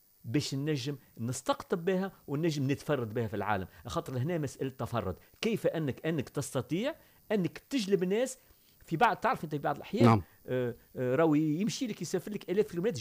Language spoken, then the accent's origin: Arabic; Algeria; والواحات ليست حكر لتونس، راهي عندنا في الجزائر